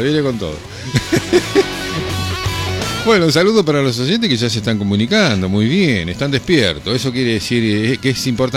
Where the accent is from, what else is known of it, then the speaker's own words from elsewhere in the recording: Argentina; Cucas somos nosotros acá en la Argentina